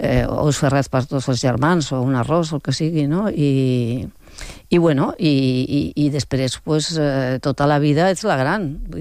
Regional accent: Barcelona, Catalonia, Spain; Pues jo recordo molt el meu barri.

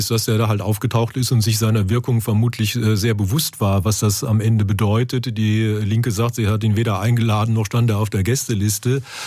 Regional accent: Wiesloch, Baden-Württemberg, Germany; moved away; Weil ich bin ja in Wiesloch aufgewachsen

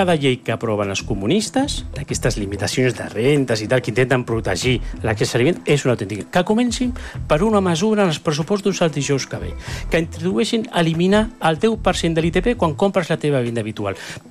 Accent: Catalonia, Spain; jo soc català

